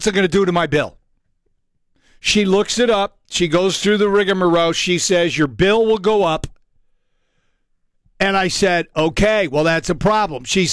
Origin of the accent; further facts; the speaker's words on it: Ireland; I went with green because I'm Irish.